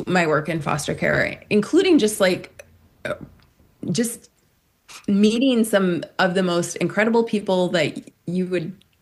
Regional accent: Rockford, Illinois, United States; the novel's set in Rockford, Illinois, and that is my hometown. It's where I live.

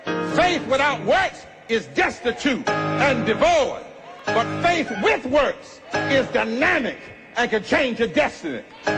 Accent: Alabama, United States; The Voting Rights Act that black bodies bled for in my home state of Alabama on the Edmund Pettus Bridge.

